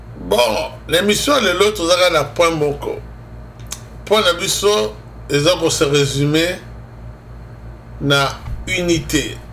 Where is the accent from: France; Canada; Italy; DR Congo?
DR Congo; je congolais, je suis un congolais, pour les pandas, je suis un bunda.